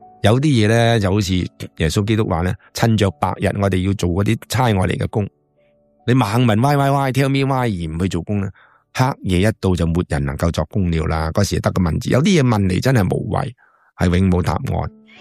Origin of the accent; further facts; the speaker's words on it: China; 咁我哋中国人呢千百年来就饱受嗰种痛苦，人治个人崇拜嗰种痛苦。